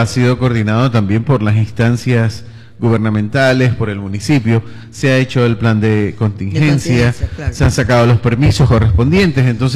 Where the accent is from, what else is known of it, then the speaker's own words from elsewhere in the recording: Manabí, Ecuador; Creo que todos los manabitas somos muy devotos de Nuestra Señora del Carmen.